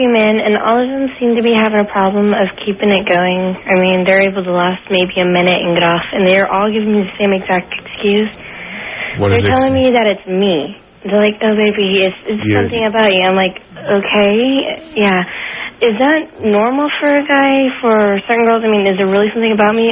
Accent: the South, United States; accent: Southern; I get my Southern accent when I get stressed out

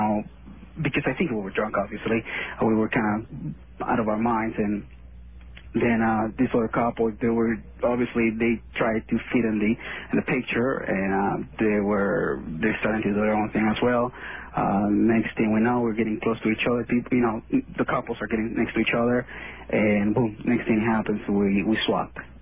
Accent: Venezuela; now in United States; Venezuela.

